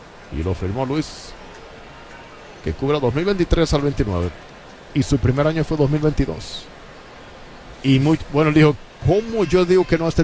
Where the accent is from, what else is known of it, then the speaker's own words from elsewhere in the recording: Dominican Republic; estamos orgullosísimos de él como dominicanos